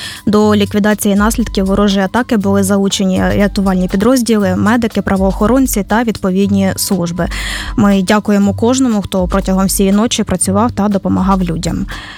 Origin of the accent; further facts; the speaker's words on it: Kamianske, Dnipropetrovsk Oblast, Ukraine; сьогоднішній ранок в нашому рідному місті починається з дуже важких новин